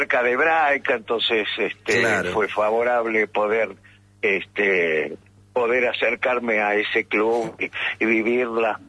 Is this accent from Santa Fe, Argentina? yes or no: no; Buenos Aires, Argentina; born there; Nací en el barrio de Versalles.